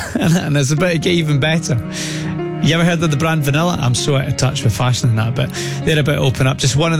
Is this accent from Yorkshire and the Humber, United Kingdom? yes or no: no; Scotland, United Kingdom; because I'm from West Lothian originally, don't live there anymore